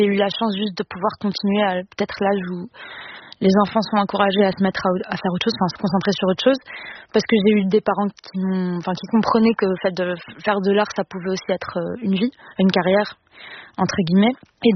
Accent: Morocco; Mais c'était un territoire, disons, peut-être plus neutre en tant que Marocaine.

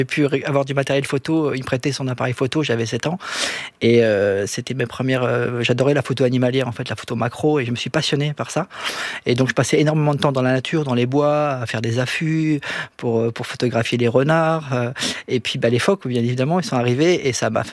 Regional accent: Saint-Valery-sur-Somme, Abbeville, Hauts-de-France, France; also born or lived in Sangatte; Alors, entre la baie de Somme, à Saint-Valery-sur-Somme, Abbeville, et Sangatte.

